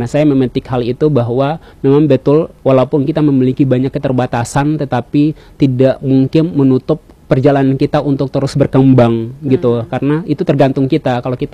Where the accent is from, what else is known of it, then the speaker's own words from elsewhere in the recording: Maluku, Indonesia; moved away as an adult; kampung saya, Kampung Ambalo, yang kemudian kampung dikenal sebagai kampung atau pulau sendiri